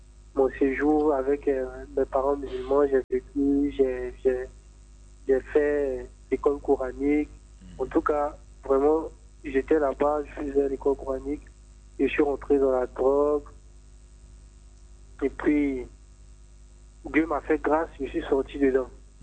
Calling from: Bouaké, Vallée du Bandama, Côte d’Ivoire; je suis présentement à Boaké.

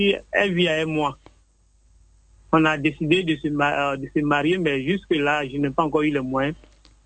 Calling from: Abidjan, Côte d’Ivoire; J'appelle de Cocody actuellement.

